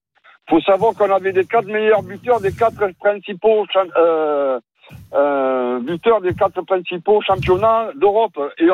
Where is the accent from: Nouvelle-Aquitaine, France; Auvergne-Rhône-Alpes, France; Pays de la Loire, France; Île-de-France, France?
Nouvelle-Aquitaine, France; Bordeaux; Non, moi je suis en tant que bordelais, je suis traumatisé, moi, par contre.